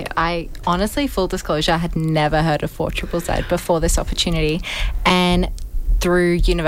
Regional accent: Perth, Western Australia, Australia; now in Brisbane, Australia; I'm from Perth.

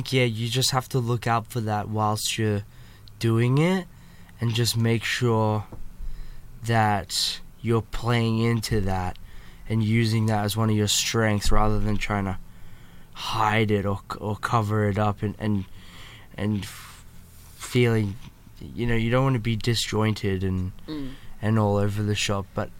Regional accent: Australia; We are Australian.

